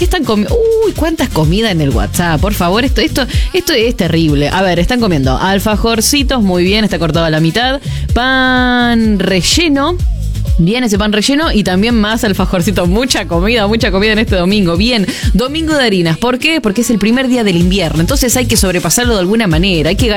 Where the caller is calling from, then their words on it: Arroyito, Córdoba, Argentina; de Arroyito, Córdoba, estoy viajando a Santa Rosa, La Pampa, y de ahí a Bahía Blanca.